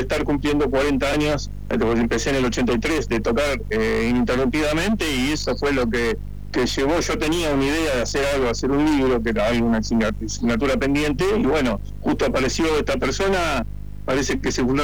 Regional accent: La Plata, Buenos Aires Province, Argentina; Yo siempre viví en La Plata, jamás me mudé. Soy acá, oriundo de La Plata, y siempre viví acá

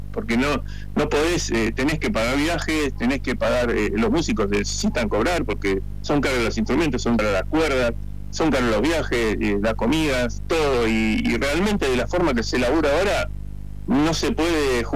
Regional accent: La Plata, Buenos Aires Province, Argentina; Yo siempre viví en La Plata, jamás me mudé. Soy acá, oriundo de La Plata, y siempre viví acá

